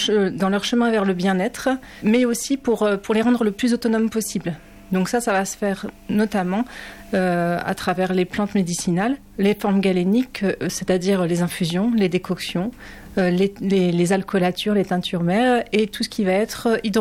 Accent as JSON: {"language": "French", "region": "Pays de la Loire", "country": "France", "tie": "born or raised there", "moved": "as an adult", "lives_now": "Hautes-Pyrénées, France", "said": "moi je suis originaire du Maine-et-Loire"}